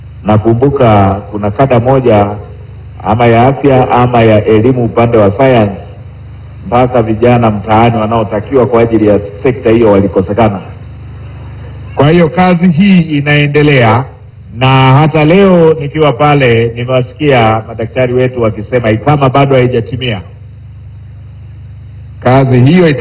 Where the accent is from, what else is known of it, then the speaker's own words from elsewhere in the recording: Mara, Tanzania; nyumbani kwetu kule Iramba ya Mara